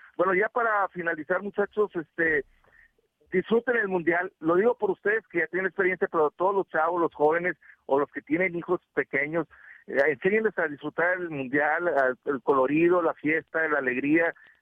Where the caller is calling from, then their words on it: Mexico; Somos mexicanos